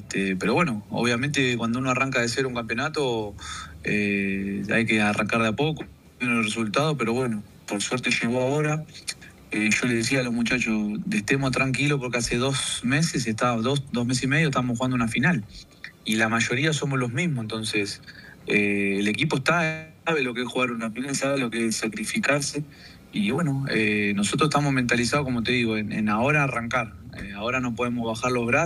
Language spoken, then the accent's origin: Spanish; Argentina; moved away; nosotros como argentinos obviamente